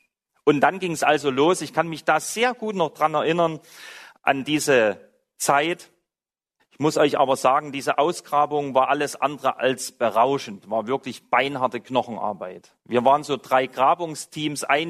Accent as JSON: {"language": "German", "region": "Saxony", "country": "Germany", "tie": "born or raised there", "said": "dass ich aus Sachsen komme, dort bin ich aufgewachsen."}